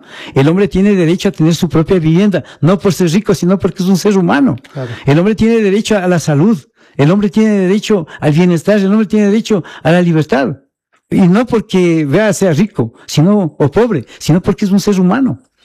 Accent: San José de Chimbo, Bolívar, Ecuador; San José de Chimbo a mí no me vio nacer, ¿no? Pero me vio crecer. Y quiero demasiado a Chimbo. Es mi pueblo lindo. Es mi rincón bendito, ¿no? Que donde yo estoy me siento orgullosísimo de haber crecido en Chimbo.

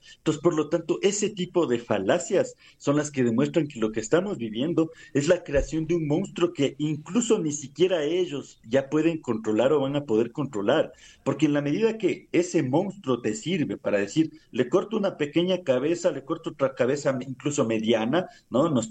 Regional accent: Ecuador; Entonces, a estas alturas, como ecuatorianos, ya tenemos que preguntarnos si realmente al gobierno le interesa resolver este problema

